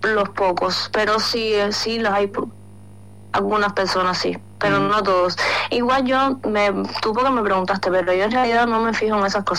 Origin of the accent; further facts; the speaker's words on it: Cuba; moved away as an adult; now in Uruguay; soy cubana